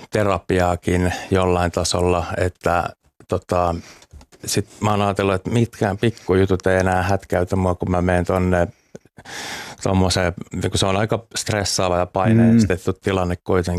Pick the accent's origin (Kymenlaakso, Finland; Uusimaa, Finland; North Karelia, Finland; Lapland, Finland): Uusimaa, Finland; Tuossa pääkaupunkiseudulta mä oon kotoisin.